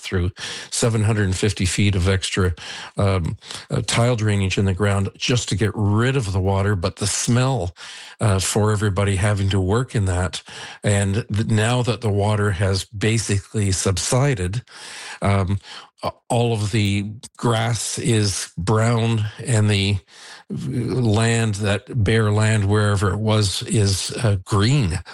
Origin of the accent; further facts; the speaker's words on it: Niagara-on-the-Lake, Ontario, Canada; I've lived on this road for 41 years, and I grew up in Niagara on the Lake for 69 years. So it's my entire life.